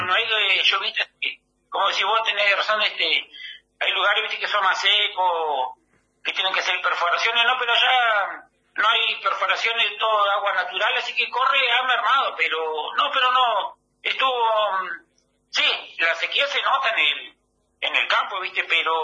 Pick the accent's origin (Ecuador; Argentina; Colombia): Argentina; Aldea Beleiro; Yo, la verdad, más o menos te comento que yo soy nativo de Aldea Beleiro.